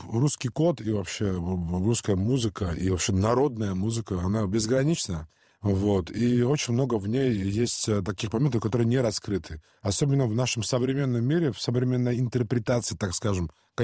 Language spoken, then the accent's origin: Russian; Georgia; now in Moscow, Russia; Я вообще грузин